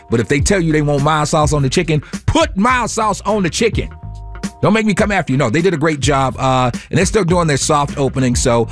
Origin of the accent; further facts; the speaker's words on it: Chicago, Illinois, United States; moved away; I'm from Chicago